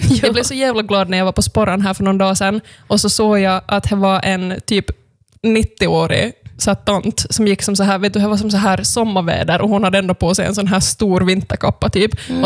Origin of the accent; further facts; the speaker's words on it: Jakobstad, Ostrobothnia, Finland; born there; moved away; vi flyttade från Jeppis